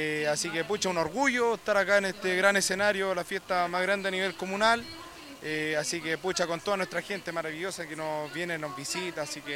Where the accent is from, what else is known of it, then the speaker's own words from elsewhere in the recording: Pupuya, Chile; Nosotros dos somos ambos de Pupulla, nacidos y criados acá. Nuestros padres han vivido toda la vida, nuestros abuelos